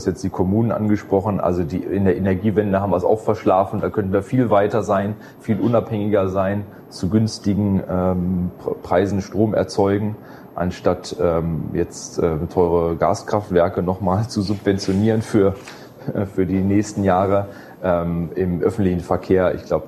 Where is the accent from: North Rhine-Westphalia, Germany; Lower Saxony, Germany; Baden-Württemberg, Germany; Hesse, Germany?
Baden-Württemberg, Germany; Stuttgart; Ja, das ist noch regional, also als Stuttgarter muss ich sagen, oder?